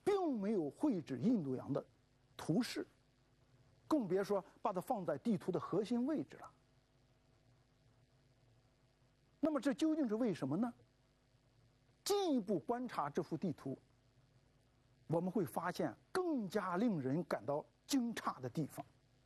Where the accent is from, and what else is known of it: China